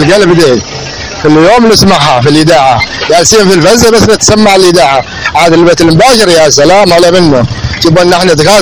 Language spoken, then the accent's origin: Arabic; Hadramawt, Yemen; احنا من حضرموت ومن اهل حضرموت ومن اهل المق